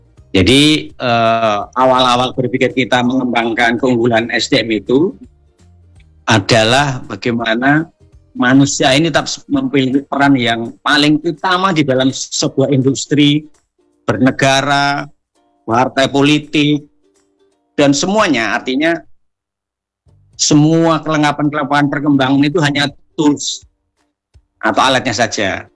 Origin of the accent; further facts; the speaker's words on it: Wonogiri, Central Java, Indonesia; now in Bekasi, Indonesia; Kalau asli saya dari Wonogiri, Kang.